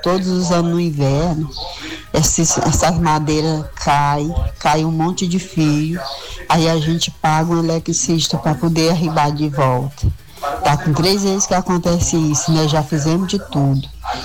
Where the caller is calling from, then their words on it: São Pedro do Piauí, Piauí, Brazil; sou de São Pedro do Piauí.